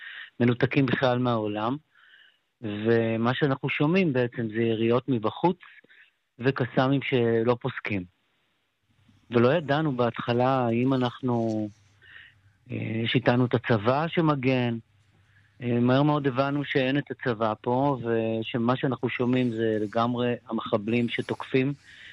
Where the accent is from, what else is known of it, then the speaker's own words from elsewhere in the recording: Sderot, Southern District, Israel; now in Netiv HaAsara, Israel; סדרות עיר הולדתי, משפחתי שם, כל משפחתי. הוריי, סביי, קבורים בסדרות, השורשים משם, אבל כבר 36 שנים פה בנתיב העשרה, בניתי את ביתי, ילדיי נולדו פה